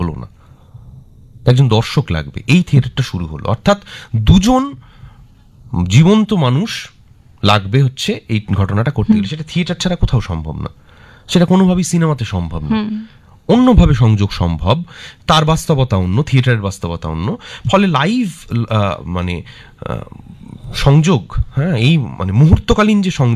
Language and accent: Bangla; Baidyabati, West Bengal, India; আমার বাড়ি আসলে বৈদ্যবাটি